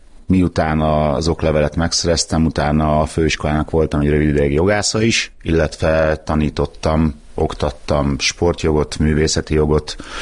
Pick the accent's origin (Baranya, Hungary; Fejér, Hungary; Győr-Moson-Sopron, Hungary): Fejér, Hungary; Sárbogárd; Édesapám agronómus volt, és ő úgy került Sárbogárdra, és hát nyilván akkor ott nőttem fel